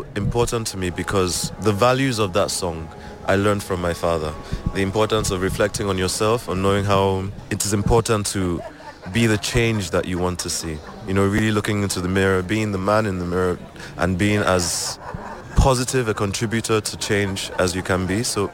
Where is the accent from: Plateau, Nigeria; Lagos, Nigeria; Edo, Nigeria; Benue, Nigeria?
Lagos, Nigeria; So there's five of us from Lagos.